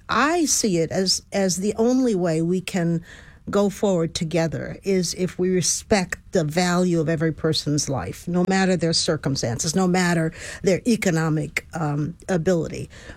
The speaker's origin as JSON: {"language": "English", "town": "Houston", "region": "Texas", "country": "United States", "tie": "born or raised there"}